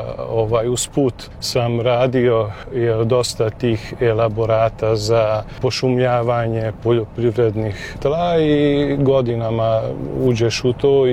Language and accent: Croatian; Hercegszántó, Bács-Kiskun, Hungary; first language Croatian; moved away; Rođen sam u Santovu, u obiteljskoj kući gdje je moja mama sa 87 godina još uvijek živi u toj obiteljskoj kući.